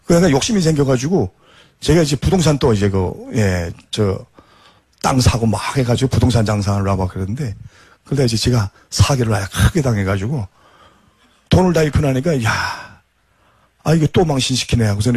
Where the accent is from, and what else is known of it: North Korea; moved away as an adult; now in South Korea